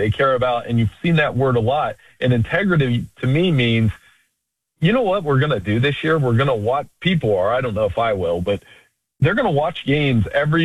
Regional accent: Ohio, United States; You know, I grew up in Central Ohio. When you grew up in Central Ohio, you learn how to play baseball like Pete Rose.

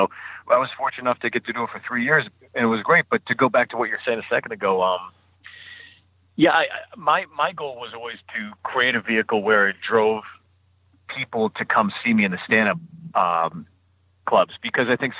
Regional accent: Pittsburgh, Pennsylvania, United States; So Bucktown and all, I grew up in Pittsburgh. So there's this street called Carson Street that just has rows and rows.

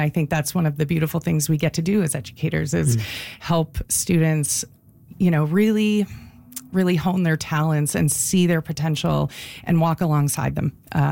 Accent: Cape Breton, Nova Scotia, Canada; I grew up in Cape Breton, where schools are really at the heart of community.

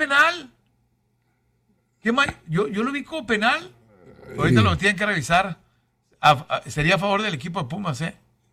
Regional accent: Mexico; ahí vivimos enfrente, somos mexicanos, pero rentamos el departamento por un año.

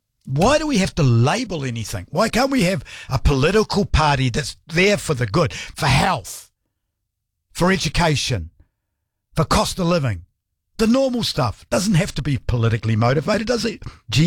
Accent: New Zealand; I'm a Kiwi.

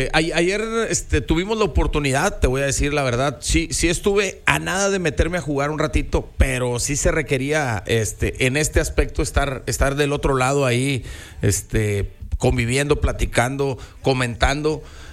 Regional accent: Monterrey, Nuevo León, Mexico; Así somos aquí los regios, hombre.

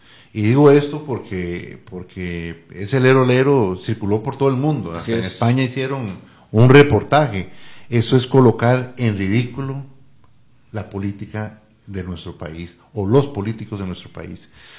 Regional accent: Costa Rica; como un costarricense le van a decir, no podés, porque andás con un farol que diga, páguele a la caja, o fuera Chávez, o lo que sea, me impidan participar de una actividad tan costarricense, ¿verdad?, como es el desfile de faroles.

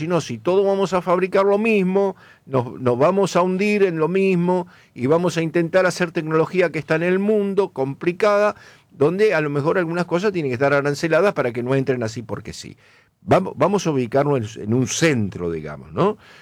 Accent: Santa Fe, Argentina; como santafesino y como empresario.

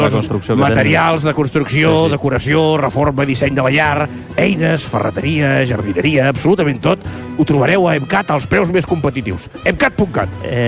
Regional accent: Catalonia, Spain; Diu que, clar, com que sóc català, que vull regatejar, escolta...

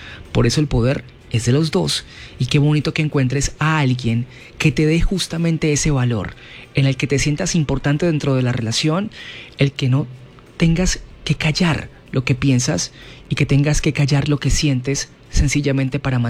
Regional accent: Silvia, Cauca, Colombia; a raíz de la cuarentena me regresé a mi pueblo natal, Silvia

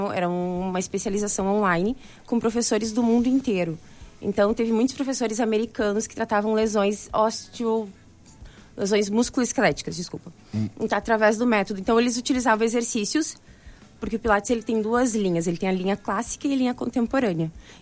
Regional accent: Porto Alegre, Rio Grande do Sul, Brazil; Não, eu curso Asufísio perto de casa, que eu sou de Porto Alegre.

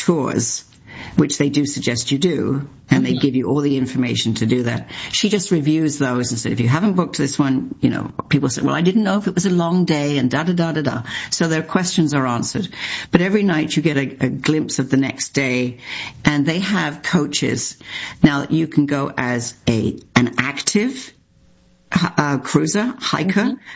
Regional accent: England, United Kingdom; now in Canada; growing up in England

